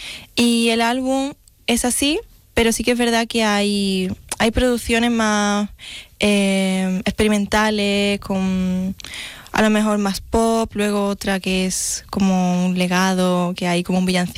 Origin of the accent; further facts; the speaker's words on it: Mexico; Es que vengo de México.